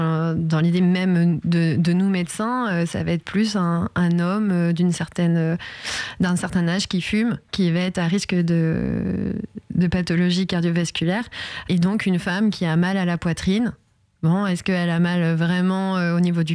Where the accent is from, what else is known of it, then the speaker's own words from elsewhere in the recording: Caen, Normandy, France; je suis de Caen